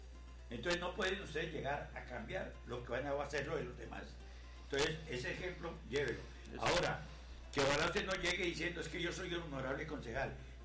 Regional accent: Villavicencio, Meta, Colombia; also born or lived in Puerto Rico; usted es de Villavicencio, yo también. Bueno, yo nací en Puerto Rico, pero me crié acá, en Villavicencio.

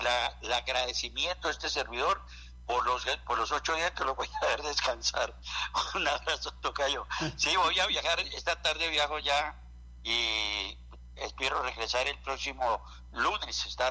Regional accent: Villavicencio, Meta, Colombia; de mi departamento y de mi ciudad, Villavicencio

